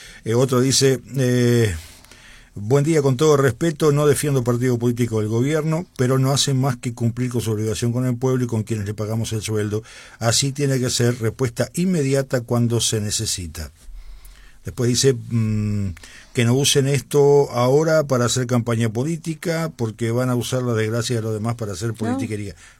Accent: Uruguay; Yo, como uruguayo

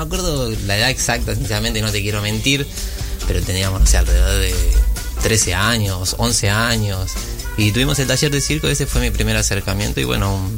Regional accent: Buenos Aires, Argentina; moved away; Yo soy de Buenos Aires, de la capital.

